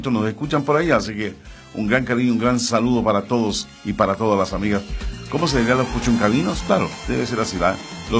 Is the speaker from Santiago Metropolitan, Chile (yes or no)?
no; Valparaíso, Chile; Somos también porteños, somos de uno de los cerros bonitos de acá, del Cerro Florida.